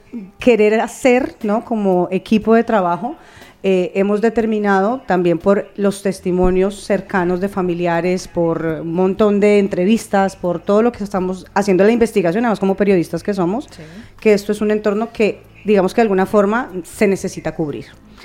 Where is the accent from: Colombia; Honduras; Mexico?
Colombia; moved away; como colombianos en el exterior